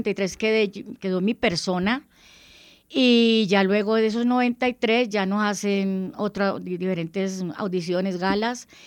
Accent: Cali, Valle del Cauca, Colombia; born there; also born or lived in Cartago, Valle del Cauca

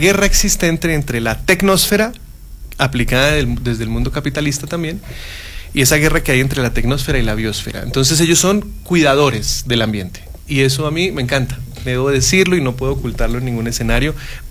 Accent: Colombia; somos paisanos colombianos

